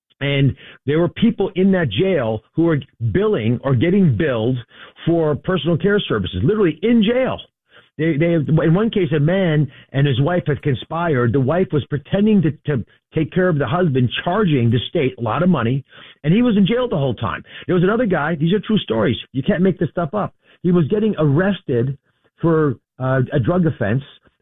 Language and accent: English; Philadelphia, Pennsylvania, United States; born or raised there